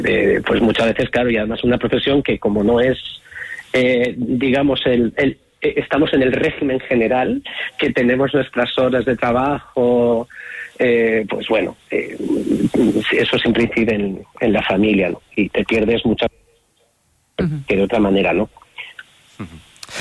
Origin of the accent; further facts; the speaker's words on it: Málaga, Andalusia, Spain; born there; moved away as an adult; also born or lived in Pamplona; now in Madrid, Spain; yo me formé en Málaga, estuve hasta los 19 años y a los 19 años me vine a Madrid. Entonces, es lo que yo pongo en mi Instagram, ¿no? O sea, yo soy pamplonés de nacimiento, malagueño de adopción y madrileño por vocación.